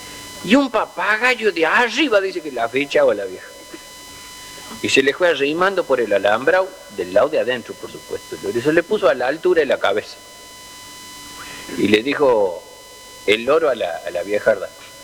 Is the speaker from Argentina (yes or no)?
yes; Chaco, Argentina; yo soy chaqueño